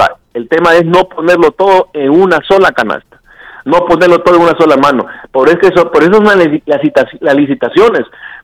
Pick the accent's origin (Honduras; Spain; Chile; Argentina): Honduras